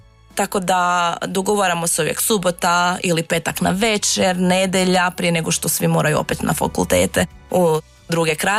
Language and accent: Croatian; Karlovac County, Croatia; Tako je, ja kažem jedino pravo Zagorje.